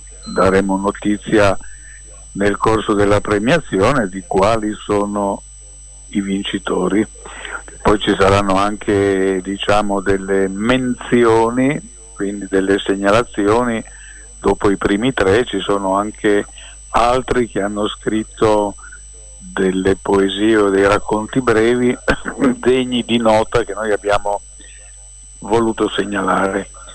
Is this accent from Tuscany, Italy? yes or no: no; Cuneo, Piedmont, Italy; nella mia città natale a Cuneo